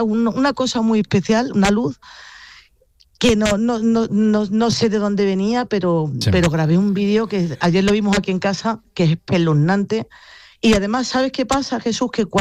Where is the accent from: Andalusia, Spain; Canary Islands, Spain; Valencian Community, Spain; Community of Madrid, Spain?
Andalusia, Spain; Granada; yo soy de Granada, soy una enamorada de mi tierra